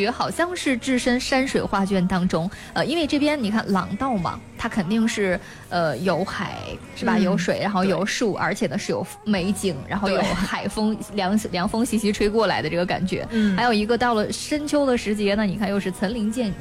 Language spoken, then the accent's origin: Chinese; China; 就我们中国人我觉得是非常讲究的啊